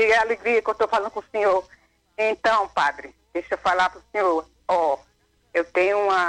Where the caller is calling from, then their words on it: Sonora, Mato Grosso do Sul, Brazil; Mato Grosso do Sul, Sonora, padre.